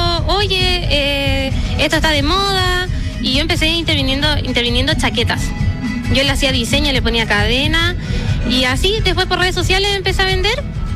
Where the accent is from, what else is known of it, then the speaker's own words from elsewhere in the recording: Los Andes, Valparaíso, Chile; also born or lived in La Ligua; Sí, soy de acá, de Los Andes. O sea, nací en La Ligua, pero he vivido toda mi vida aquí.